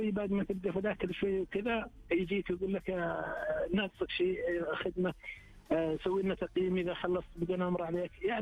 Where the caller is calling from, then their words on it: Riyadh, Riyadh Province, Saudi Arabia; من الرياض.